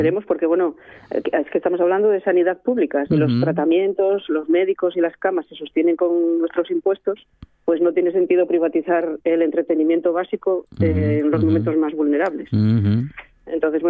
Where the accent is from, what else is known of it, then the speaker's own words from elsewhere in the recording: Arriondas, Asturias, Spain; nosotros, por ejemplo, que somos de Arriondas